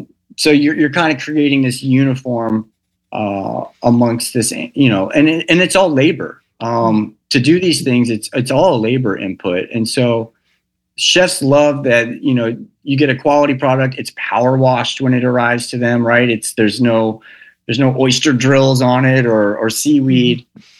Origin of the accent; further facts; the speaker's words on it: Texas, United States; moved away; I grew up in Texas, so I'm a big like space junkie